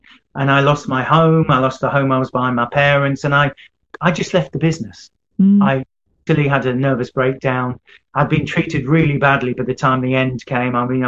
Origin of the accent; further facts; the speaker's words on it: England, United Kingdom; being a Brit, oh, I'm sorry, you know. And he said, "You're English." And I said, yeah.